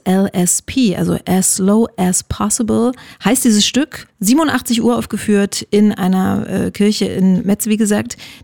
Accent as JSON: {"language": "German", "town": "Halberstadt", "region": "Saxony-Anhalt", "country": "Germany", "said": "Allererster Linie ich komme aus Halberstadt"}